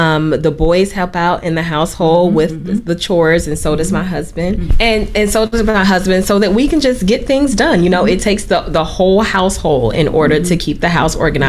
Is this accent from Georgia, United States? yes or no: yes; Brunswick, Georgia, United States; born there; also born or lived in New Jersey / Florida; I was born in Brunswick, Georgia. I'm a military child, so I have lived a little bit of everywhere. I finished high school in New Jersey.